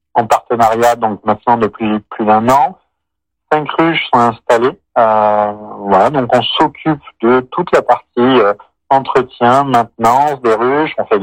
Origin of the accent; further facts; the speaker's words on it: France; moi je suis natif de Saint-Olé